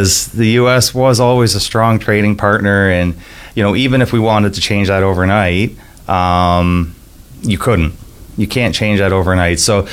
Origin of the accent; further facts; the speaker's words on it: Newfoundland and Labrador, Canada; now in Ontario, Canada; Obviously, I live in Ontario now, but I'm born and raised in Newfoundland.